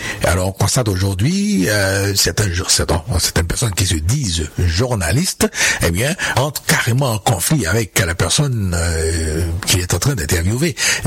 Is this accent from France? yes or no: no; Haiti; Moi, je viens d'Haïti